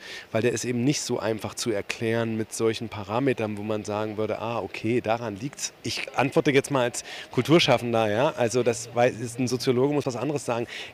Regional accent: Magdeburg district, Saxony-Anhalt, Germany; born there; Also ich bin auch im Bezirk Magdeburg geboren und habe auch einen Bezug zu Sachsen-Anhalt.

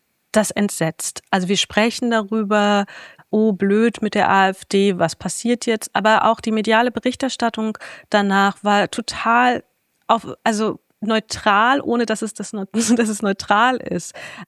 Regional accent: Wernigerode, Saxony-Anhalt, Germany; moved away; Ich bin auch aus Wernigerode, was gleich neben Halberstadt liegt, gegangen, weil es einfach zu krass war, was ich dort erlebt habe hinsichtlich rechter Gewalt.

